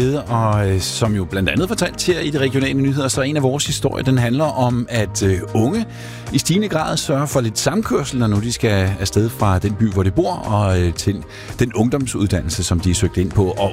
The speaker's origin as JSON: {"language": "Danish", "region": "Jutland", "country": "Denmark", "said": "Jeg kommer jo fra Jylland."}